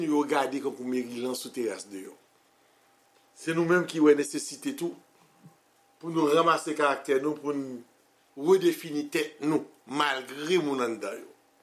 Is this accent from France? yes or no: no; Haiti; Moi, je suis de Haïtien.